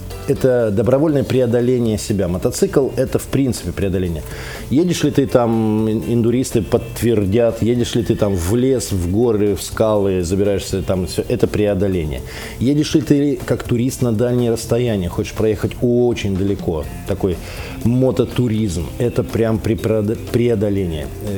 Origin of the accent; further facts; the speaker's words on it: Saint Petersburg, Russia; now in Moscow, Russia; я как петербуржец, живущий в Москве